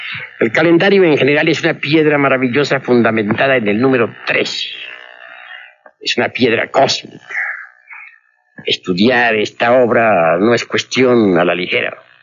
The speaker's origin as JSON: {"language": "Spanish", "country": "Mexico", "said": "Desde México estamos dirigiendo esta corriente. Todos nosotros somos mexicanos."}